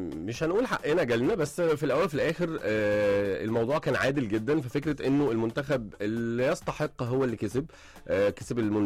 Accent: Egypt; مشاعرنا احنا كمصريين

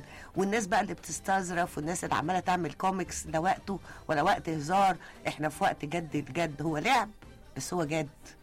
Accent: Egypt

